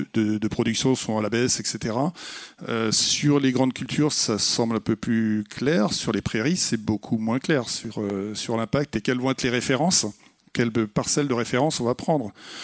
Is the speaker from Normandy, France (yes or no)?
yes; Normandy, France; Alors je suis normand, donc je vais vous faire une réponse de normand.